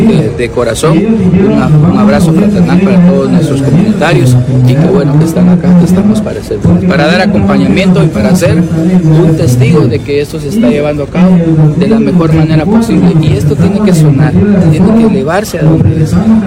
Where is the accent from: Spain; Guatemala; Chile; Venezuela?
Guatemala; todos somos guatemaltecos